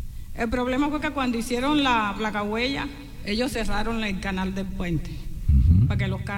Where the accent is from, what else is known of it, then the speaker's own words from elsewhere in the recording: Flamenco, Bolívar, Colombia; Yo vengo de Flamenco.